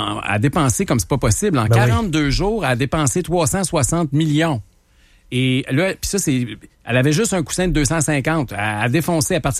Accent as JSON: {"language": "French", "town": "Quebec City", "region": "Quebec", "country": "Canada", "said": "on a souvent ce problème-là quand on est de Québec, là. C'est très dur de faire campagne à Québec parce que tout nous ramène tout le temps à Montréal"}